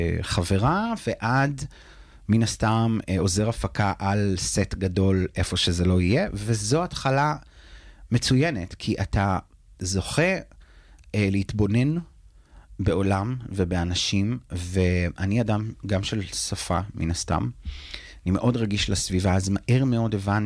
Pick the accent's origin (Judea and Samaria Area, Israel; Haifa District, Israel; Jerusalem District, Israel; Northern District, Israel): Haifa District, Israel; Tirat Carmel; now in Tel Aviv, Israel; אני במקור מטירת הכרמל, כדי לצאת מהפריפריה ולעשות את מה שאני רוצה לעשות, ולהתעסק בתחום הזה שאני כל כך אוהב, אני חייב לעבור לתל אביב.